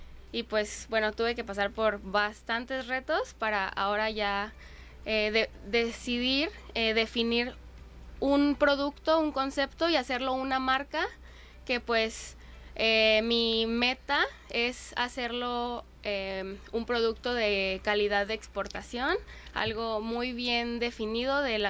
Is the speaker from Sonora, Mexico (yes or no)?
no; Acapulco, Guerrero, Mexico; born there; Yo nací aquí en Acapulco y mi primera experiencia en la repostería fue a los 8 años